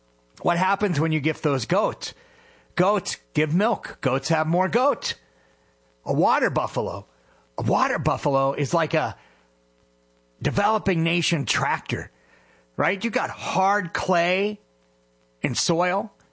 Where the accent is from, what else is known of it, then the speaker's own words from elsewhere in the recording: New Hampshire, United States; I grew up in New Hampshire, so I'm, you know, just north of here.